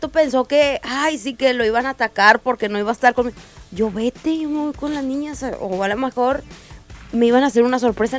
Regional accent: Monterrey, Nuevo León, Mexico; Somos de Monterrey, no lo queremos.

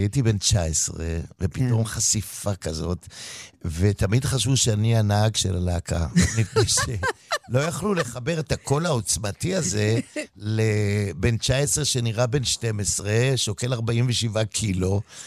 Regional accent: Tel Aviv, Tel Aviv District, Israel; אני גדלתי לברכי הבוהמה התל אביבית, אני גדלתי בקסית, אני ישבתי על הברכיים של אלתרמן ושלונסקי וחפר

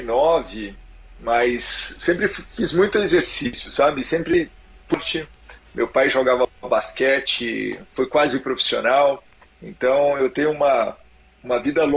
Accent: Goiânia, Goiás, Brazil; now in São Paulo, Brazil; Então, eu vim fazer residência em São Paulo, eu sou de Goiânia, e meu pai era daqui de São Paulo, foi para Goiânia e eu fiz o inverso.

